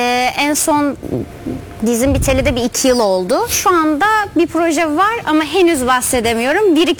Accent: Antalya, Turkey; also born or lived in Istanbul; 28 yaşındayım. İstanbul'da doğdum ama Antalya'da büyüdüm.

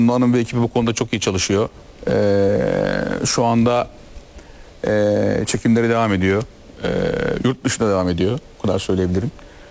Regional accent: Trabzon, Turkey; Ya sonuçta hepimiz Trabzonluyuz tabii.

